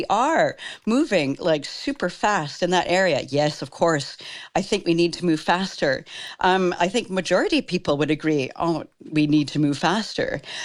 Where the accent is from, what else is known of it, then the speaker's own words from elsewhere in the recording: Canada; I'm from Canada.